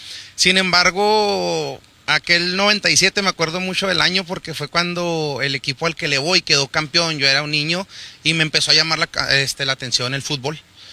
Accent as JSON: {"language": "Spanish", "town": "Ciudad Juárez", "region": "Chihuahua", "country": "Mexico", "tie": "born or raised there", "said": "Soy originario aquí de Ciudad Juárez, Chihuahua. Crecí ahí en la colonia Obrera Monterrey, por acá, por este lado del centro."}